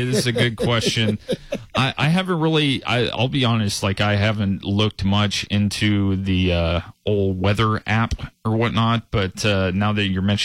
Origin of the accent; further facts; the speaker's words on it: Oklahoma, United States; growing up in Oklahoma, you know, OU, OSU and, sure.